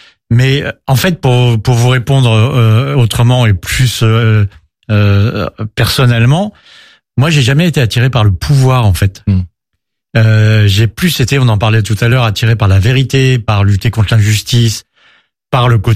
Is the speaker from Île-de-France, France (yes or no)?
yes; Versailles, Île-de-France, France; also born or lived in Paris; On était à Versailles, j'ai passé mon enfance en Versailles. Alors, c'est vrai que quand j'étais à l'école à Versailles … parce que j'avais passé ma petite enfance à Paris.